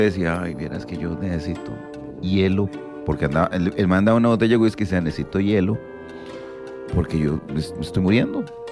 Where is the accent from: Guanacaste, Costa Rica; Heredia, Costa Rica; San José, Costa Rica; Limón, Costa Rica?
Guanacaste, Costa Rica; yo soy de Guanacaste, mae.